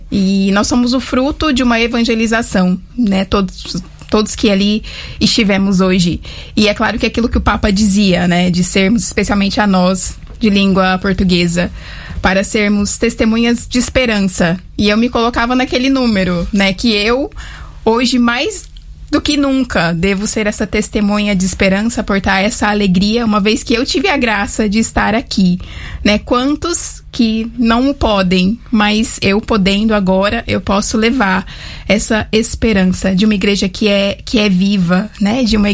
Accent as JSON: {"language": "Portuguese", "town": "Paranaíba", "region": "Mato Grosso do Sul", "country": "Brazil", "moved": "yes", "lives_now": "Rome, Italy", "said": "um lugar acolhedor do Mato Grosso do Sul, do coração, né, do país, do Centro-Oeste. Eu venho de Paranaíba, no Mato Grosso do Sul."}